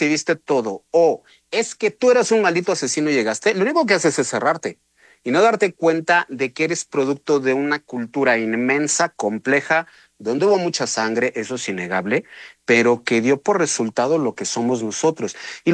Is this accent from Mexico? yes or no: yes; Mexico; No somos España, no somos los pueblos prehispánicos, somos mexicanos, como producto de todas esas cosas.